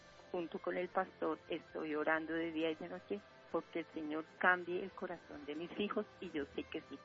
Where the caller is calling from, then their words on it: Bogotá, Colombia; Estoy acá en Suba.